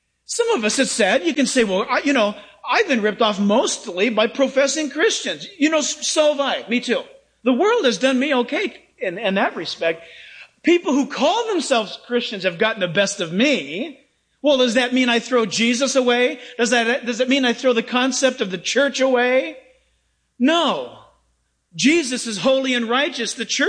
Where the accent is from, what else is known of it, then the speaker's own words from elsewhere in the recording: San Diego, California, United States; also born or lived in Orange County; Some of you in here are old enough to remember, like I do, growing up in San Diego and then in Orange County